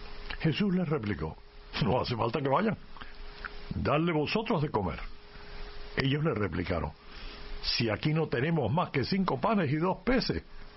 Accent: Cuba; moved away; No, en Cuba ya una vez que salí de Cuba...

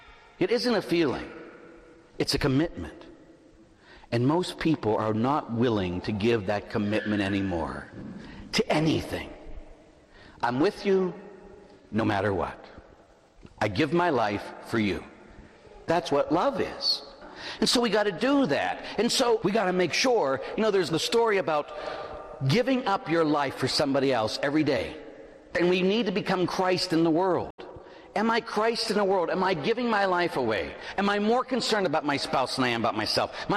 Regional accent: Pittsburgh, Pennsylvania, United States; born or raised there

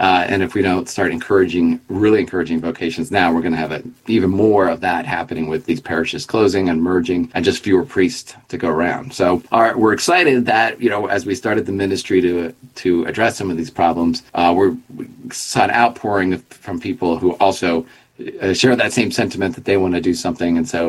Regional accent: Philadelphia, Pennsylvania, United States; I'm from Philadelphia.

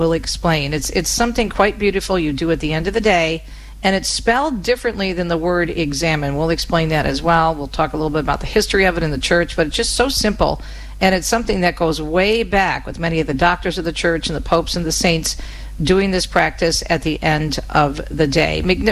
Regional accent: Detroit, Michigan, United States; including my hometown of Metro Detroit

